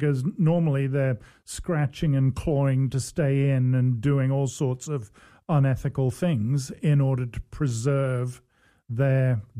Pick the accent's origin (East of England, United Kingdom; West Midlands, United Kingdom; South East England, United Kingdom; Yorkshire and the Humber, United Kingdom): South East England, United Kingdom; Oxford; I grew up in Oxford.